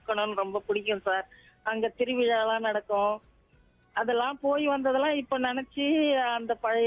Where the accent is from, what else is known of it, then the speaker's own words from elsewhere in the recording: Chennai, Tamil Nadu, India; born there; also born or lived in Chetpet, Tiruvannamalai district; சின்ன வயசுல நானே பிறந்தது சென்னை தான், ஆனா கொஞ்ச நாள் போய் ஊர்ல இருந்தேன்.